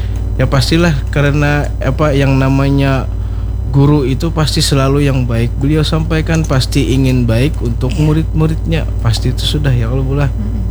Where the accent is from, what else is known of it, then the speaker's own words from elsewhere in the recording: South Kalimantan, Indonesia; first language Banjar; kita sebagai penuntut ilmu itu dalam bahasa kita Banjar nih lah, sambil bahasa Banjar lo nih pula bahasa ya, Banjar, iya.